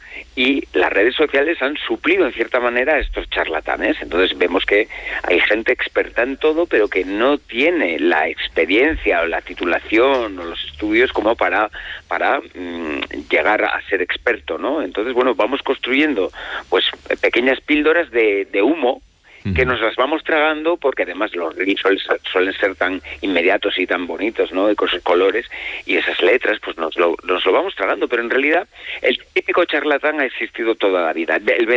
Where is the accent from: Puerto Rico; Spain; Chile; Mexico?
Spain; Calahorra, La Rioja; los he traído a mi ciudad y a otras localidades de La Rioja también